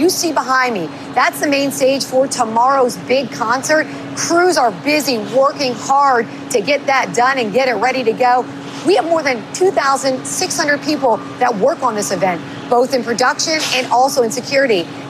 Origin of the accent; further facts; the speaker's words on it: Philadelphia, Pennsylvania, United States; I'm from Philly. I love that.